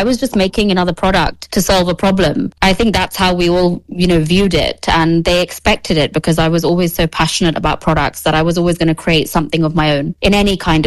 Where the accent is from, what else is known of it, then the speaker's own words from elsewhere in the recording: London, United Kingdom; moved away as an adult; now in Dubai, United Arab Emirates; And London is my home country. You know, it was home to me for many years